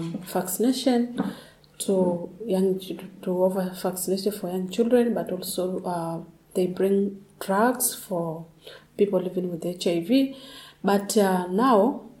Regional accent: Tanzania; from Tanzania, northern part.

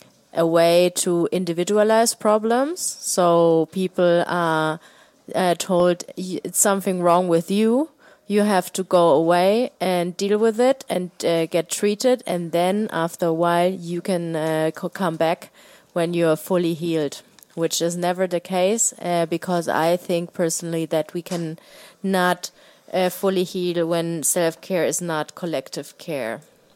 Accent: southern Germany, Germany; born or raised there; moved away; also born or lived in Berlin

